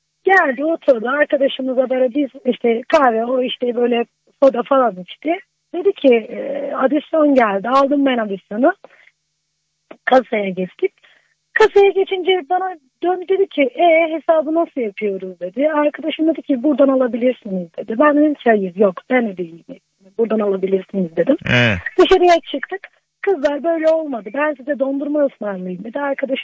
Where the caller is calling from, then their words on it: Ankara, Turkey; Ankara'dan arıyorum.